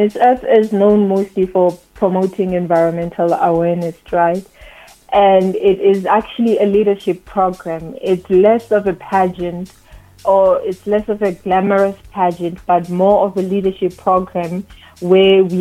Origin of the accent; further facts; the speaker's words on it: Limpopo, South Africa; I am a proud vendor woman from Limpopo